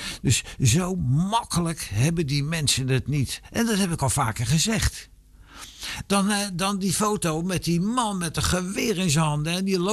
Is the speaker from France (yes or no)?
no; West Papua, Indonesia; Ik zie ons huis waar ik opgroeide en pijnlijk mijn jeugd achterliet. In gedachten langs plekken waar ik met vriendjes ging zwemmen.